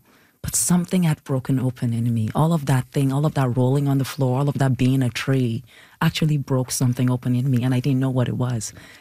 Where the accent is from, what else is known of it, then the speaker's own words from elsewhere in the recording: Nigeria; has always been trying to suppress my Nigerian-ness, my act, because they were complaining about my accent.